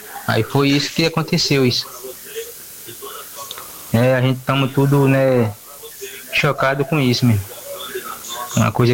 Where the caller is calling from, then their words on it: Alagoas, Brazil; Eu sou daqui de Penedinho